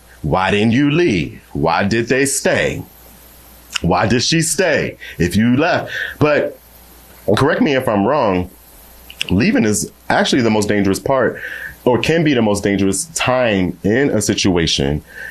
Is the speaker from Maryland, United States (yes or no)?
yes; Maryland, United States; now in Philadelphia, United States; I'm born and raised in Southern Maryland.